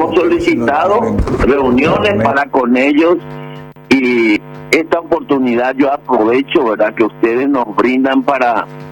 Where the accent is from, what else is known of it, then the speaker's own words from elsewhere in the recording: Asunción, Paraguay; Yo nací en Barrio Obrero, en el corazón de Barrio Obrero.